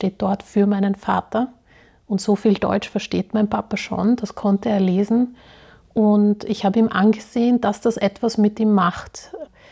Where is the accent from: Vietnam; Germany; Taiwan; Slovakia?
Slovakia; Es hat mir aber auch geholfen, mein Herkunftsland, die Slowak